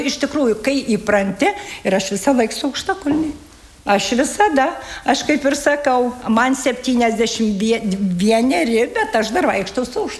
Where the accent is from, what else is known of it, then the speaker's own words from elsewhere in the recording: Kaunas County, Lithuania; now in Ukmergė, Lithuania; Taip, aš kaip sakau, aš esu meilės emigrantė. Meilės emigrantė, atvažiavau čia į Ukmergę